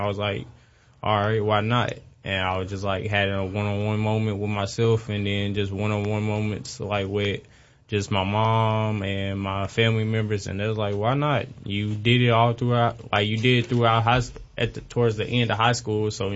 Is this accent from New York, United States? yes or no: no; Fulton, Kentucky, United States; I'm from a small city, Fulton, Kentucky.